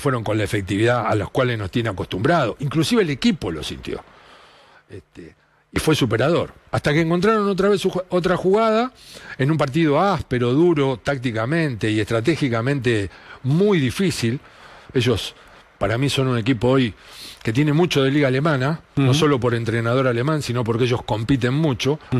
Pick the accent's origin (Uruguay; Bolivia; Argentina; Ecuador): Argentina